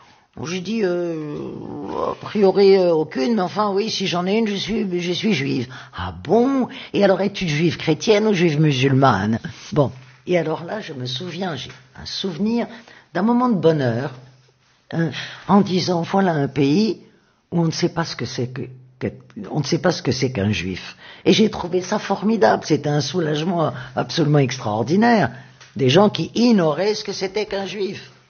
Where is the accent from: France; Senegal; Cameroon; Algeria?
Cameroon; Yaoundé, Centre; born there; Et je suis allé très vite au lycée, le lycée général Leclerc de Yaoundé.